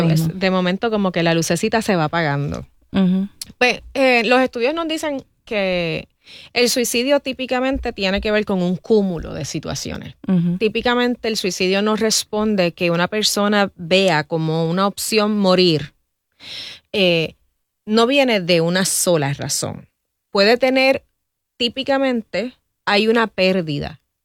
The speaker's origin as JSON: {"language": "Spanish", "country": "Puerto Rico", "said": "podemos echarnos así la pata como puertorriqueños"}